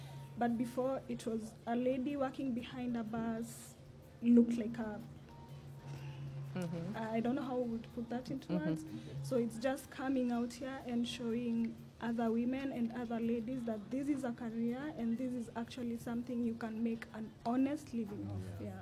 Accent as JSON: {"language": "English", "country": "Kenya", "moved": "as an adult", "lives_now": "Seychelles", "said": "Being a Kenyan, a new foreigner here"}